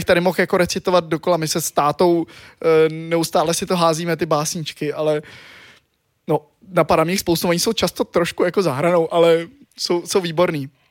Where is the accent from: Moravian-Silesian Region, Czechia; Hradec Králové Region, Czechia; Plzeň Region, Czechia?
Hradec Králové Region, Czechia; Hradec Králové; já jsem hrál v takový malým divadýlku u nás v Hradci Králové divadlo Jesličky.